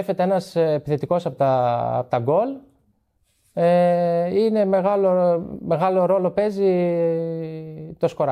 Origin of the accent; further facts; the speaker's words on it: Trikala, Central Macedonia, Greece; Στο χωριό μου.